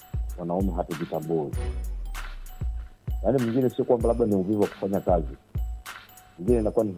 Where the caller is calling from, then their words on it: Tanzania; sio mwana kapate pande za Mlandege.